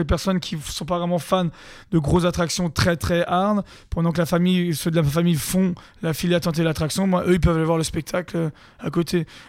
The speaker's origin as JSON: {"language": "French", "town": "Ettendorf", "region": "Grand Est", "country": "France", "tie": "born or raised there", "said": "je vais dire Ettendorf, parce que c'est mon village natal"}